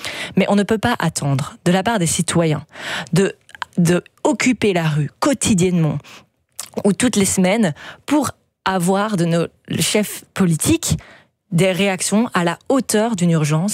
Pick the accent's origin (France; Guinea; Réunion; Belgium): Belgium; en tant que Belges, aujourd'hui, citoyens inquiets